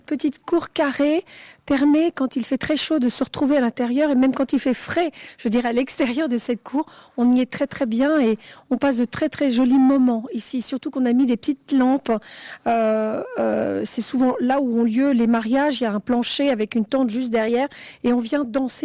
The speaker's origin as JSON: {"language": "French", "town": "Fronsac", "region": "Nouvelle-Aquitaine", "country": "France", "tie": "born there", "said": "c'est encore plus proche du lieu où je suis née, à Fronsac."}